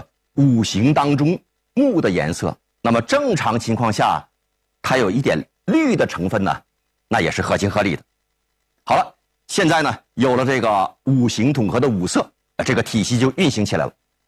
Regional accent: China; 我们中国人啊关于色彩概念中最麻烦的一种颜色

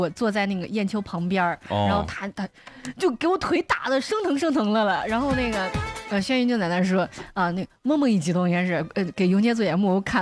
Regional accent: Mengcheng, Anhui, China; 我老家就是蒙城的。

